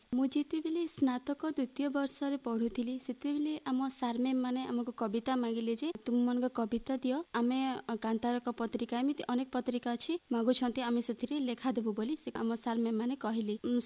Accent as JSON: {"language": "Odia", "town": "Depur", "region": "Odisha", "country": "India", "tie": "born or raised there", "said": "ମୋ ଗାଁର ନାମ ହେଉଛି ଦେପୁର।"}